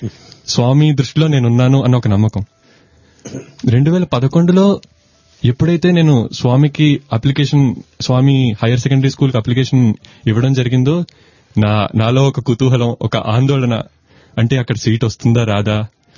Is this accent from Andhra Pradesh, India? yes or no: yes; Visakhapatnam, Andhra Pradesh, India; శ్రోతలందరికీ సాయిరామ్ … నేను విశాఖపట్నం నుంచి వచ్చాను.